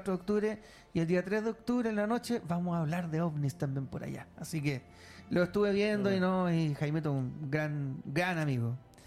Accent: Chile; para nosotros como chilenos coincide con una fecha emblemática.

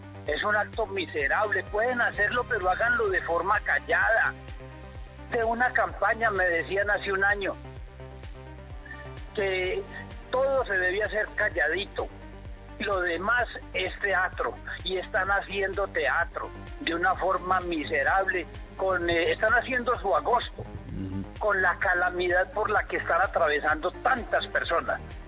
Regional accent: El Cairo, Valle del Cauca, Colombia; moved away; also born or lived in La María; El municipio, desde mi óptica, el municipio más bonito del Valle del Cauca, mi tierra natal. Yo nací en el corregimiento de Albán

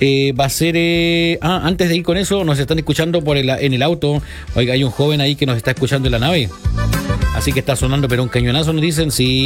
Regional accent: Chile; now in Río Bueno, Chile

